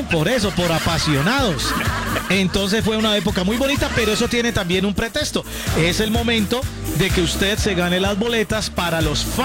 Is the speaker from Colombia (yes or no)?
yes; Colombia; Yo soy colombiano que dice cuartos de final, sí, sí, sí.